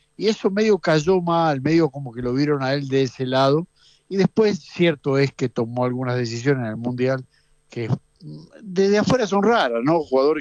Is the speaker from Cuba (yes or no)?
no; Argentina; now in Ecuador; como argentino feliz de que venga un argentino a dirigir